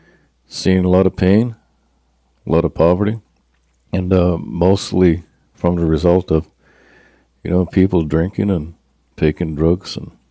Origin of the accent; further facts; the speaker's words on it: Ilgron, New Brunswick, Canada; I'm from the community of Ilgron, and I'm from the Mi'kmaq tribe. Ilgron is a small community located on the banks of the famous Miramichi River in New Brunswick, Canada.